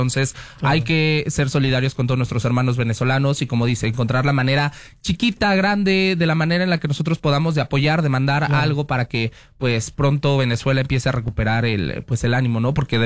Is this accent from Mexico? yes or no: yes; Mexico; nosotros como mexicanos